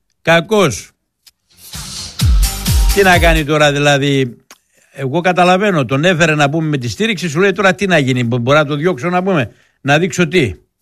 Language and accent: Greek; Kastoria, Western Macedonia, Greece; now in Bielefeld, Germany; από Μπίλεφελντ. Ζήτω ο Τζόρνταν, ο φίλος μου. Την καλησπέρα μου στην πατρίδα μου, την Καστοριά.